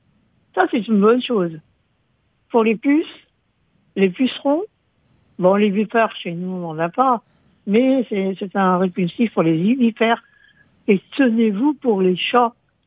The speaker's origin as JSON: {"language": "French", "region": "Corsica", "country": "France", "said": "chez nous, en Corse"}